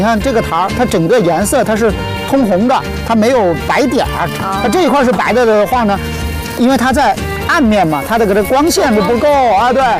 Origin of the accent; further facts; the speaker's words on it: Hunan, China; 可能因为也是我是湖南人的原因吧